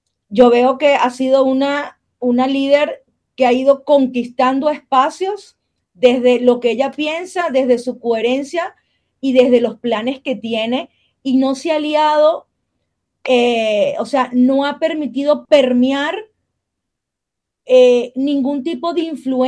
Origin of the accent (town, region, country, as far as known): Venezuela; moved away